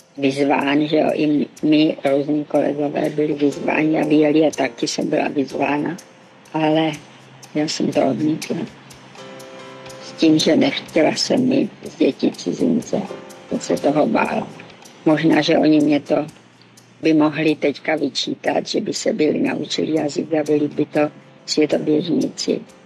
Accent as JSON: {"language": "Czech", "region": "Moravia", "country": "Czechia", "lives_now": "Prague, Czech Republic"}